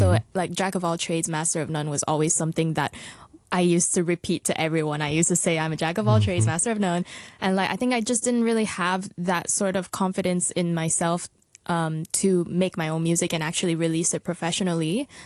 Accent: Hong Kong; also born or lived in Okinawa, Japan; Yeah. I basically grew up mostly in Hong Kong, but I was born in Okinawa. And I grew up doing music, I guess.

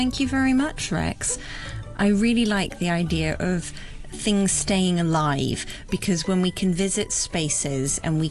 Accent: Hong Kong; but growing up in Hong Kong, there might have been a little shop that you like to go to or a small park or something

